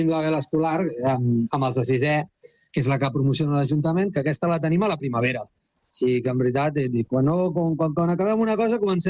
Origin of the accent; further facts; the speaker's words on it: Arenys, Catalonia, Spain; vindrà amb nosaltres que som d'Arenys